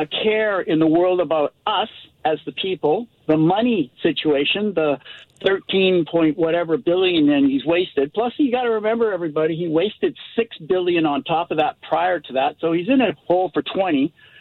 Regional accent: Richmond, British Columbia, Canada; moved away as an adult; I used to live in Richmond for a long... I grew up in Richmond for a long time.

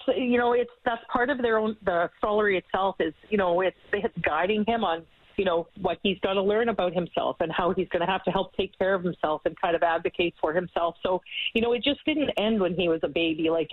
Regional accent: Fort McMurray, Alberta, Canada; So, you know, you mentioned before we're from Fort McMurray. So it was our Fort McMurray doctor that found that he had an enlarged heart.

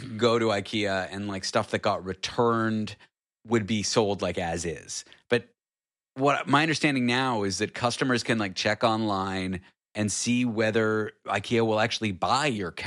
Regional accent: Toronto, Ontario, Canada; I grew up in Toronto.

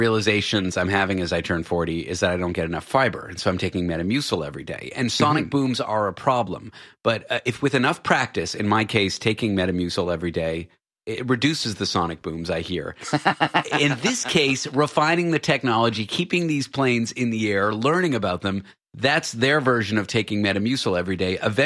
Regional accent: Toronto, Ontario, Canada; born or raised there

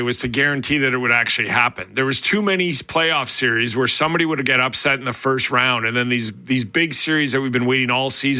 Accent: Alberta, Canada; I grew up in Southern Alberta

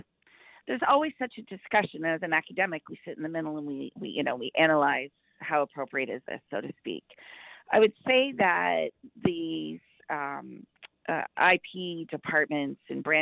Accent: London, Ontario, Canada; I'm from London area, so there you go.

